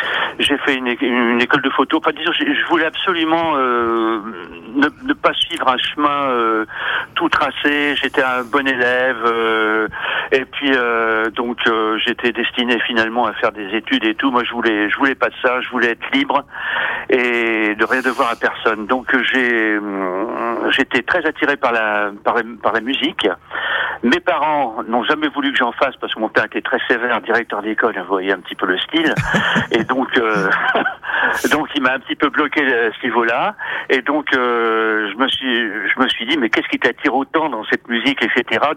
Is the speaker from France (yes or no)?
yes; Saint-Nazaire, Pays de la Loire, France; je suis originaire de Saint-Nazaire.